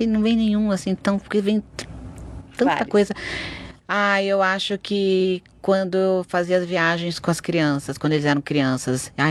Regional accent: Ilhabela, São Paulo, Brazil; born there; Eu nasci em Ilhabela. Como que eu consegui tudo isso?

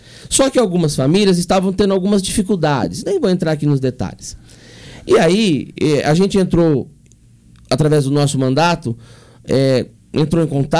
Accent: Aparecida, São Paulo, Brazil; Aparecida é onde eu nasci, onde me formei, onde formou o meu caráter.

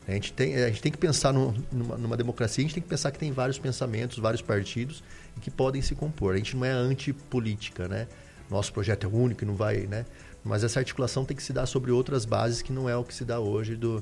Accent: Brazil; Eu sou brasileiro e eu tenho um projeto para o meu país, né?

